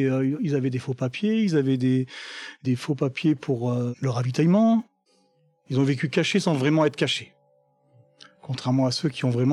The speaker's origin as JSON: {"language": "French", "town": "Saint-Agrève", "region": "Auvergne-Rhône-Alpes", "country": "France", "tie": "born there", "said": "je suis né au Chambon-Soignon, enfin à Saint-Agrève. Donc je connais bien le plateau et je connais bien son histoire."}